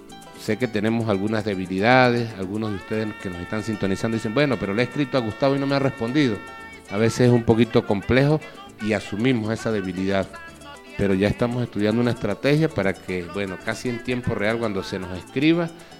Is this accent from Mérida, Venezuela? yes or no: yes; Mucutuy, Mérida, Venezuela; muy contento de poder estar acá en Mucutuy, de poder estar acá en mi pueblo, de poder estar en mi tierra.